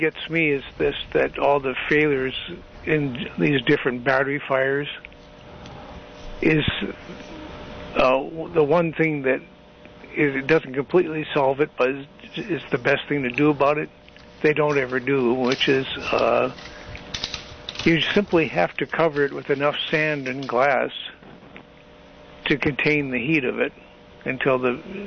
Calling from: Live Oak, United States; Live Oak.

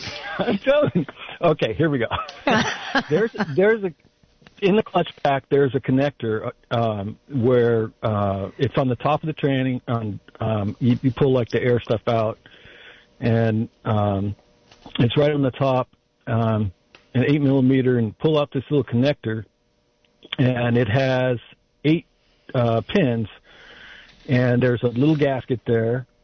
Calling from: Live Oak, California, United States; from Live Oak, and I'm in Scotts Valley right now.

